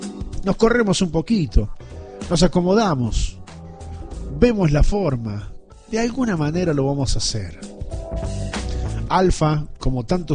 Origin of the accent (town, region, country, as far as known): Argentina